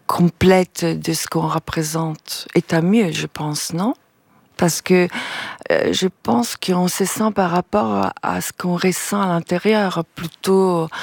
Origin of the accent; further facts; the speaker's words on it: Italy; Parce que quand j'étais jeune, l'après-midi, en Italie, on avait la faculté de regarder beaucoup des films en noir et blanc.